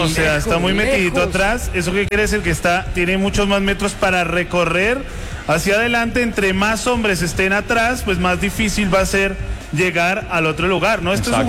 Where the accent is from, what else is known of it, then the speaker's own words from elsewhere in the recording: Neiva, Huila, Colombia; ¡Ay, Neiva, mi tierra!